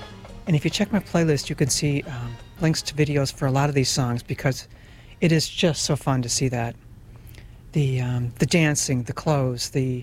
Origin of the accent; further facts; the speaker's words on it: Detroit, Michigan, United States; born there; And I'm from Taylor, Michigan. I actually was born in Detroit.